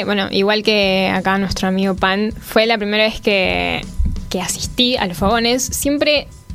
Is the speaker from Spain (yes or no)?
no; Quilmes, Buenos Aires Province, Argentina; Yo no frecuento mucho Bernal, soy de Quilmes